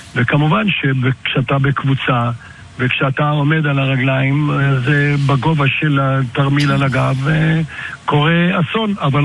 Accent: Northern District, Israel; born there; הוא בגזרה הצפונית שלנו, פה נולדנו ופה גם נמשיך נגדל את הילדים ואת הנכדים שלנו.

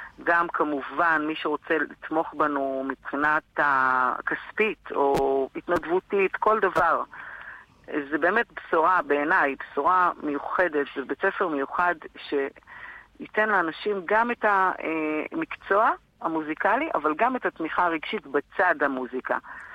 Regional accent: Haifa, Haifa District, Israel; born there; נולדתי ב-1966 בחיפה, מקום מאוד מסודר

